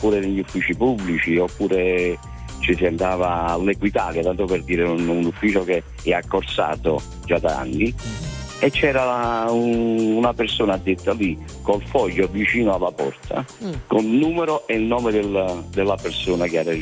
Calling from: Naples, Campania, Italy; Chiamo da Napoli, Napoli Centro.

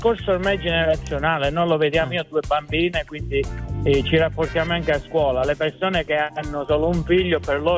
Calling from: Cosenza, Calabria, Italy; Da Cosenza.

